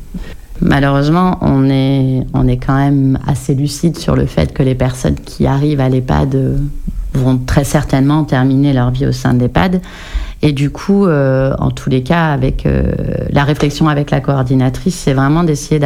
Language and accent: French; Nouvelle-Aquitaine, France; moi, je viens du Pays Basque, en fait.